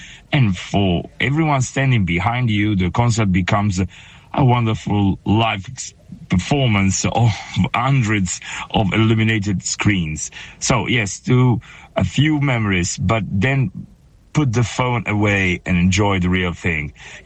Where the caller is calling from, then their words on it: Bari, Apulia, Italy; English is a second language; I'm speaking from Bari in Puglia in the south of Italy.